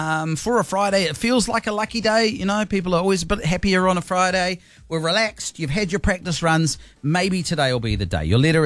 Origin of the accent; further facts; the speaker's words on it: Turangi, Waikato, New Zealand; now in Hawke's Bay, New Zealand; I grew up in Turangi